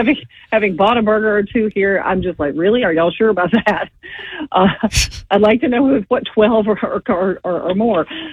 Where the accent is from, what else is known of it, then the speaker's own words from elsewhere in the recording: Mississippi, United States; The first five on the list are my home state of Mississippi is number one at 0.48%.